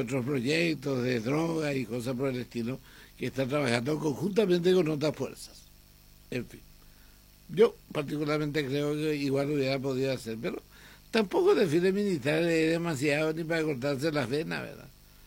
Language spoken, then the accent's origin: Spanish; Paraguay; Yo soy paraguayo.